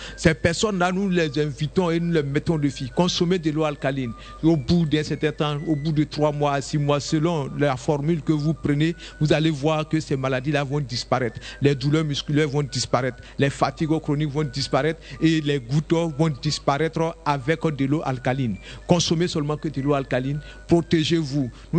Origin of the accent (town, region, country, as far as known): Côte d’Ivoire